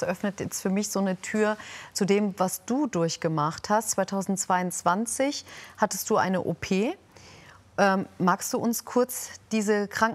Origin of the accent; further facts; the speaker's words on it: Heidelberg, Baden-Württemberg, Germany; ich komme aus Heidelberg